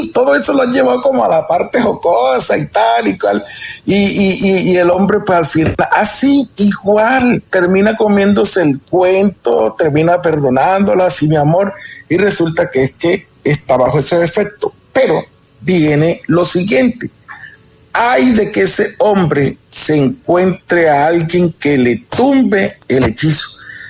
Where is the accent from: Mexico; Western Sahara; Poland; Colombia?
Colombia